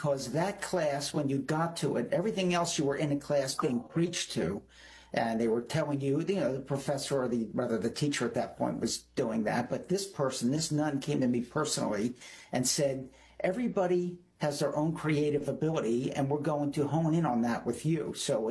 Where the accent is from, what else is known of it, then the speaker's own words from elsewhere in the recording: Somerdale, New Jersey, United States; Somerdale, New Jersey, which is South Jersey.